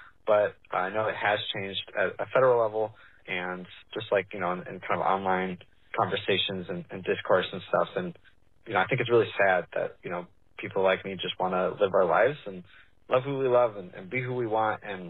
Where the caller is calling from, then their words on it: Chicago, Illinois, United States; I'm calling from Chicago. I'm queer.